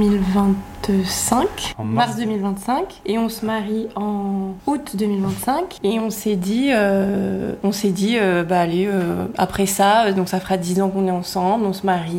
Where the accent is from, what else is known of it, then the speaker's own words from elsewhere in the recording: Nice, Provence-Alpes-Côte d'Azur, France; moved away as an adult; now in Paris, France; j'ai 27 ans et je viens de Nice, et après on a déménagé à Paris il y a 4 ans.